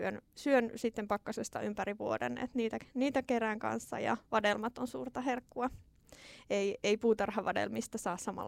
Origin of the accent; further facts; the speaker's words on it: Jyväskylä, Central Finland, Finland; kotikaupungissani Jyväskylässä